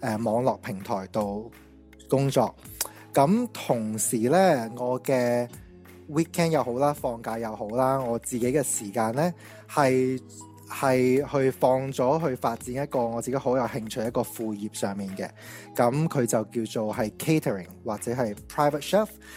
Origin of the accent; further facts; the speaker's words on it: Shenzhen, Guangdong, China; moved away as an adult; also born or lived in Chaozhou; now in Sydney, Australia; 我是潮州人啦，咁广东潮州人，咁由细喺深圳大嘅，咁我是2007年就已经移民咗嚟澳洲㗎啦